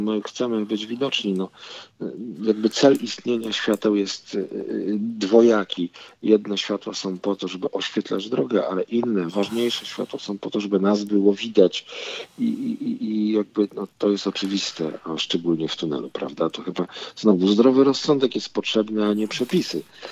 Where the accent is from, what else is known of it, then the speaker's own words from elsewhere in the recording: Świnoujście, West Pomeranian Voivodeship, Poland; ja wychowałem się w Świnoujściu